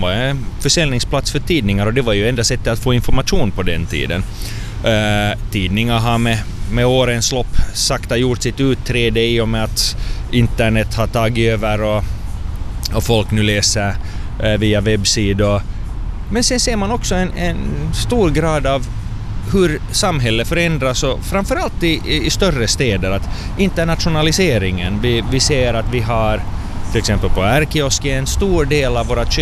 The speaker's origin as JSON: {"language": "Swedish", "country": "Sweden", "tie": "born or raised there", "said": "No, jag är uppvuxen i Sverige. Så mina tidigaste barndomsminnen är faktiskt att det var lördagsgodis på Pressbyrån."}